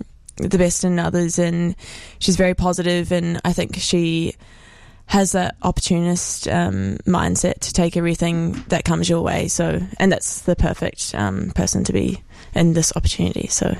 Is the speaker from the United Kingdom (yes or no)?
no; Auckland, New Zealand; when I was growing up in Auckland, we didn't have even a Wellington team.